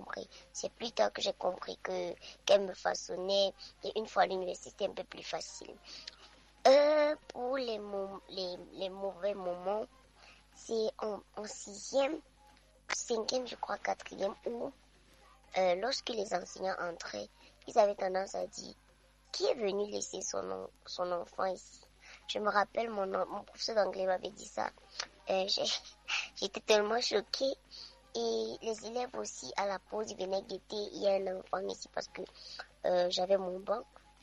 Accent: Bangwa, West, Cameroon; born there; est né à la maternité de Bangwa, dans l'arrondissement de Baganté et la région de l'Ouest.

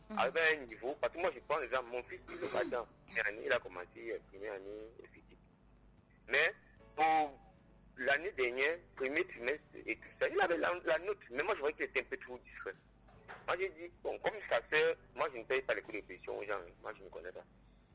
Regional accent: Yaoundé, Centre, Cameroon; Moi je suis né à Yaoundé, grandi à Yaoundé. Yaoundé à l'époque c'était un peu un petit village.

